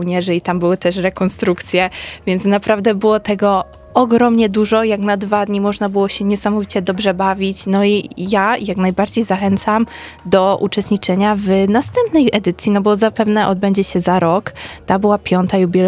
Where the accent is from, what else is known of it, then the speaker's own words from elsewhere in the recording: Bielsko-Biała, Silesian Voivodeship, Poland; pomimo tego, że jestem z Bielska